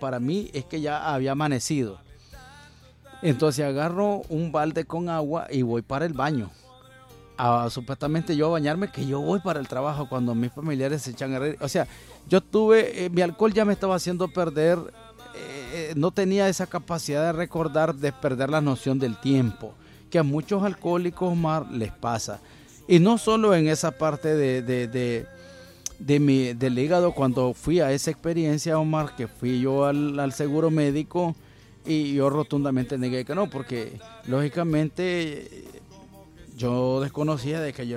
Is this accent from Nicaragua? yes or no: yes; La Concepción, Masaya, Nicaragua; moved away; hasta mi ciudad natal, La Concepción